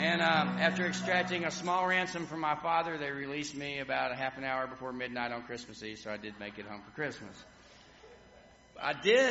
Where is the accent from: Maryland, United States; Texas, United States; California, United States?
Texas, United States; Schertz; moved away; I'm from Schertz, Texas. That's S-C-H-E-R-T-Z, Schertz, Texas. Just like it sounds. There in Schertz, Texas, I lived on Cook Street. That's K-O-C-H, Cook Street.